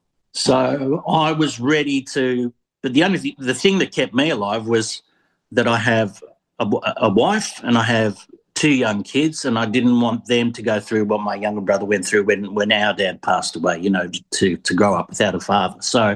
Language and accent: English; Richmond, Victoria, Australia; also born or lived in East Doncaster; well, I grew up in Richmond, which was very Greek at the time, and I went to Richmond High School, and there was probably 90% Greeks there.